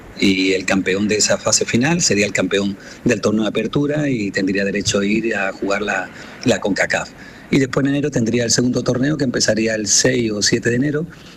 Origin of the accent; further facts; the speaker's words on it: Spain; now in Dominican Republic; y somos los únicos españoles, pero creo que los únicos españoles que hay en todo el fútbol ahora mismo en República Dominicana.